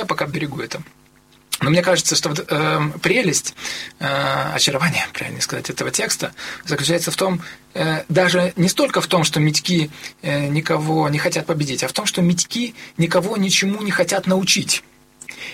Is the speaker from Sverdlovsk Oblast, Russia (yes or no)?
no; Saint Petersburg, Russia; Хотя с медьковской культурой я, как петербуржец, я знаком.